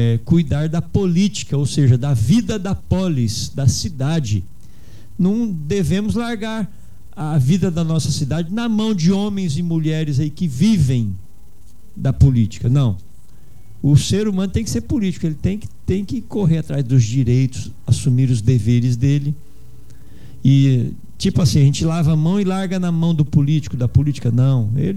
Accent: Brazil; eu sou brasileiro também.

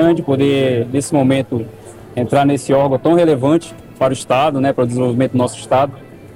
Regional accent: Amapá, Brazil; por ser amapaense

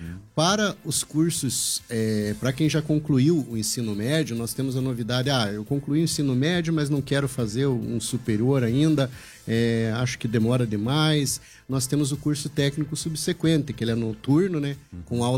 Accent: Telêmaco Borba, Paraná, Brazil; Eu que sou de Telêmaco Borba

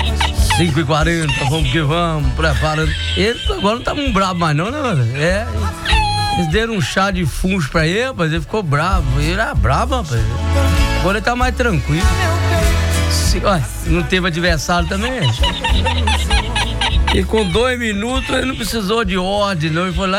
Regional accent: Brazil; Eu sou da minha terra, do Brasil. Se vocês quiserem falar comigo também, vocês conversam em português.

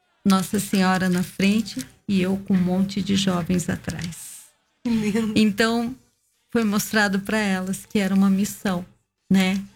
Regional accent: Jaguariaíva, Paraná, Brazil; Minha terra natal, menina.

